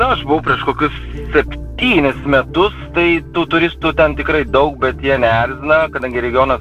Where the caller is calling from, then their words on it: Vilnius, Vilnius County, Lithuania; Iš Vilniaus.